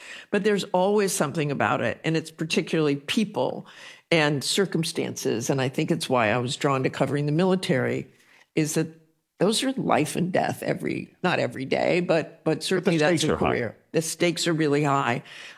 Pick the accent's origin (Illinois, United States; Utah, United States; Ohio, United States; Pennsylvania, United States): Utah, United States; Salt Lake City; I was raised in Salt Lake City, and I did not have a father.